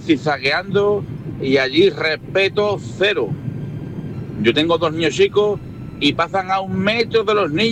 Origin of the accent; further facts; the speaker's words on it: San Fernando, Andalusia, Spain; Me parece maravilloso, porque yo soy de San Fernando y allí esa norma es que se la pasa, vamos, por lo que sea.